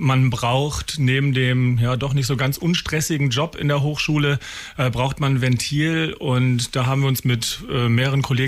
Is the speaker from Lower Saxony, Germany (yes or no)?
yes; Lower Saxony, Germany; also born or lived in Essen; now in Hanover, Germany; 2009 kam ich aus Essen damals wieder zurück. Zurück deswegen, weil ich hier in Hannover, im wunderschönen Hannover studiert habe und hier einfach meine Heimat ist. Als Niedersachse ist man ja sturmfest und erdverwachsen und kommt natürlich wieder zurück.